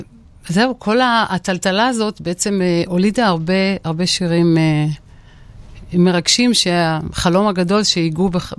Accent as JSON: {"language": "Hebrew", "town": "Kiryat Shmona", "region": "Northern District", "country": "Israel", "moved": "yes", "lives_now": "Ra'anana, Israel", "said": "אז אני מגיעה מרעננה. היום אני ברעננה, במקור מקריית שמונה."}